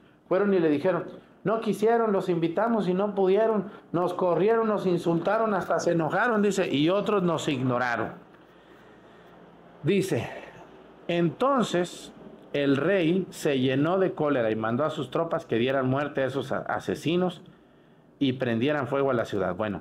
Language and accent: Spanish; Mexticacán, Jalisco, Mexico; born there